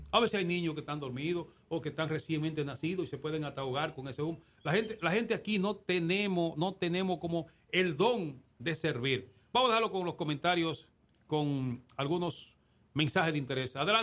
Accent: Dominican Republic; Somos bendecidos nosotros dominicanos

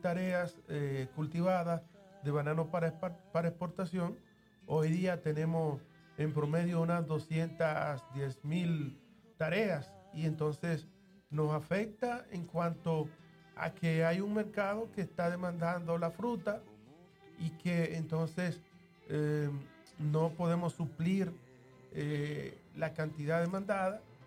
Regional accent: Dominican Republic; nosotros como República Dominicana

